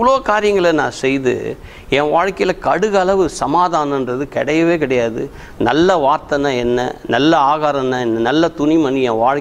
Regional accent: Chennai, Tamil Nadu, India; வளர்ந்தது எல்லாமே Mylapore all India radio back சைடில் கார்னீஸ்வரர் கோவில் சீட் நம்பர் 40, அங்கே தான் நான் பிறந்து வளர்ந்தது எல்லாமே.

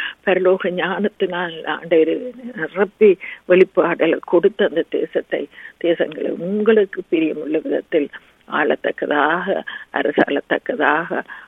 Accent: Sri Lanka; moved away; நாங்கள் பிறந்து வளர்ந்த இலங்கை தீவுக்காக

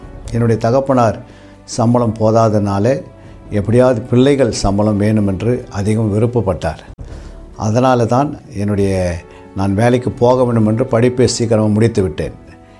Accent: Silverpattu, India; என்னுடைய சொந்த ஊரில், அதாவது சில்வர்பட்டு கிராமத்தில் நான் வாழ்ந்து கொண்ட நேரத்தில்

